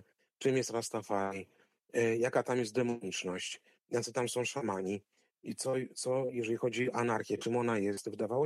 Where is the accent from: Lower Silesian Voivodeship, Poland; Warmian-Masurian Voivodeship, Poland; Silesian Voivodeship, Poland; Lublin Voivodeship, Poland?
Warmian-Masurian Voivodeship, Poland; Szczytno; ja wychowywałem się na osiedlu, gdzie mieszkały rodziny oficerskie, szczytnie, pilotów z Lipowca, z jednostki wojskowej, a jednocześnie było sporo rodzin milicyjnych, bo też była szkoła milicyjna